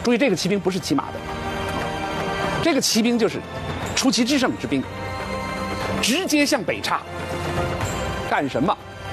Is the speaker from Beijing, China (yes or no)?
yes; Beijing, China